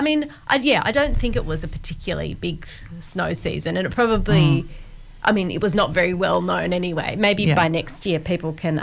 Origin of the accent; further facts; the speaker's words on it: Bega, New South Wales, Australia; moved away as an adult; I lived here till I was 18, and then mm-hmm. I moved away to go to art school